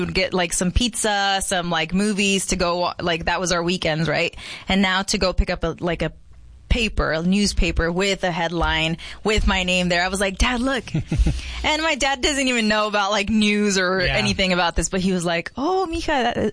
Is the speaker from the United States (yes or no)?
yes; Yuma, Arizona, United States; So it was very meaningful, also because I grew up in Yuma. I grew up going to Circle K and then like looking at the newspaper, and it was the Yuma Sun.